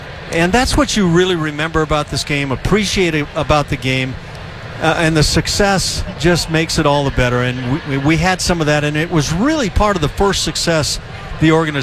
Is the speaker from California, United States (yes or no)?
yes; Los Angeles, California, United States; I grew up as a big Dodger fan in L.A.